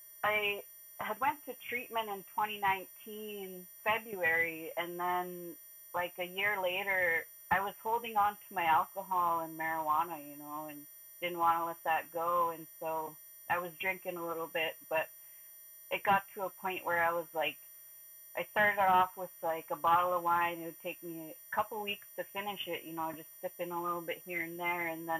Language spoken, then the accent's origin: English; Dillingham, Alaska, United States; I'm Alaska native from Dillingham, Alaska. I'm 29 years old